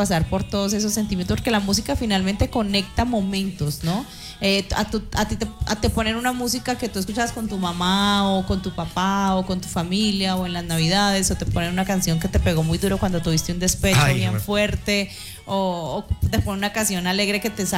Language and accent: Spanish; Colombia; en mi país, Colombia